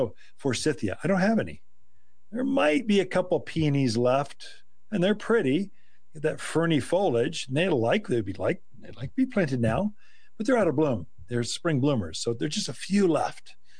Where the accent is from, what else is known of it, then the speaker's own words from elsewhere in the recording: Midwest, United States; So I came from the Midwest where it was humid.